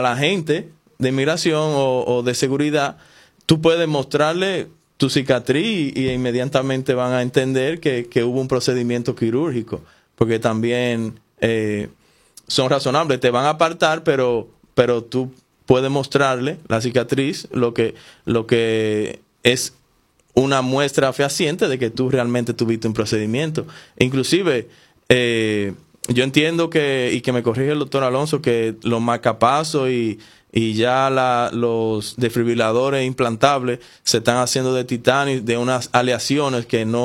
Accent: Dominican Republic; yo como dominicano

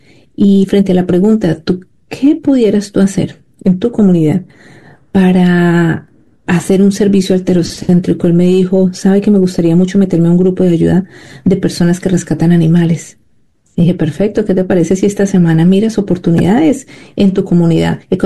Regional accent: Colombia; parte de mi familia es católica. Mi padre era cantante, muy conocido en mi país, en Colombia.

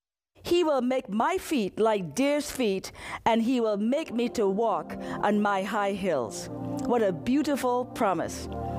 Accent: Ohio, United States; I'm from Ohio. I'm a physician

